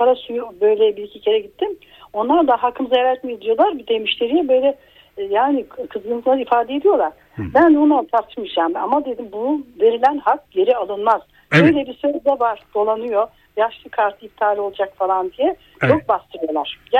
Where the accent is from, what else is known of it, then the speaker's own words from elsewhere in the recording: Hendek, Sakarya, Turkey; Hendek'e gidiyorum, ilçemiz oluyor Sakarya'danım.